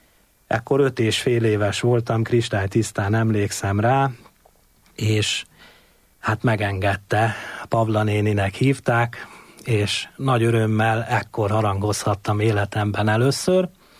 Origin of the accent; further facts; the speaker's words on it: Vértesszőlős, Komárom-Esztergom, Hungary; A Komárom-Esztergom megyei vérteszőlős községből származom, oda születtem, jelenleg is ott lakom